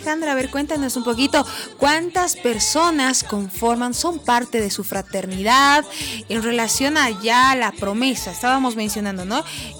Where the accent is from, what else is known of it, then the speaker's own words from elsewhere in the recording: Bolivia; nosotros también como bolivianos